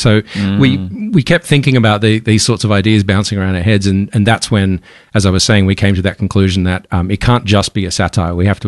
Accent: Australia; we're Australian indie developers.

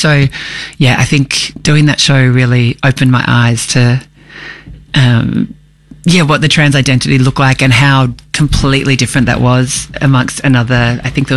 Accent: Melbourne, Victoria, Australia; But always come home to Melbourne.

